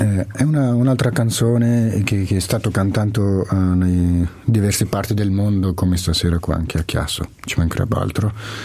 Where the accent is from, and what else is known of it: Afghanistan; Italian is a second language; now in Switzerland